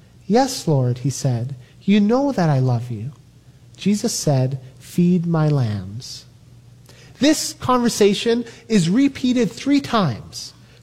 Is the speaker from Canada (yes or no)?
yes; Toronto, Ontario, Canada; It was grade 12 and I grew up in Toronto, in a neighborhood that I would say is not the safest, and yet, you know, it was fine for me.